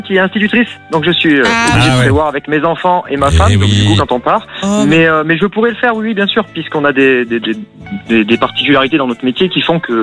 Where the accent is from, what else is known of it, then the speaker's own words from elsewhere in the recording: Auvergne-Rhône-Alpes, France; on est auvergnat.